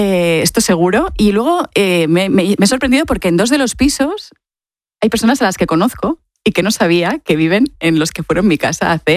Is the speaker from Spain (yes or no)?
yes; Mallorca, Balearic Islands, Spain; now in Barcelona, Spain; cuando vives en Barcelona siendo de Mallorca, siempre me he preguntado yo de dónde soy. Soy mallorquina, soy barcelonesa, ¿de dónde soy?